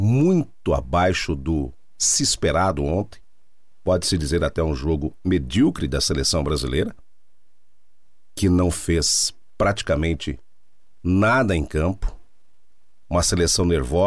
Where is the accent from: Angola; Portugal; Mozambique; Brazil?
Brazil; nós, como bons brasileiros